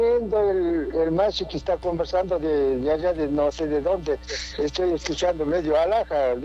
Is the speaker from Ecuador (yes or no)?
yes; Cotopaxi, Ecuador; de mi tierra, de Chiñalo Alto